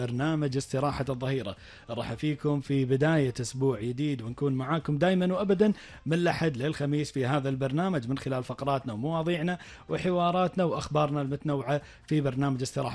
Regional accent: Kuwait; في بلدنا الكويت،

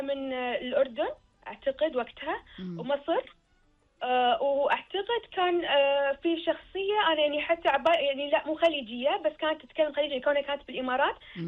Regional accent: Kuwait; إن أنا من الكويت الوحيدة من الكويت

